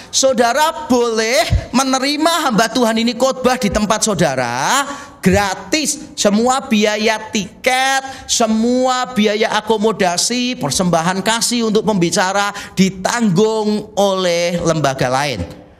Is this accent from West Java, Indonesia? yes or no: no; Semarang, Central Java, Indonesia; Nah, karena saya dari Semarang. Nah, itulah kita.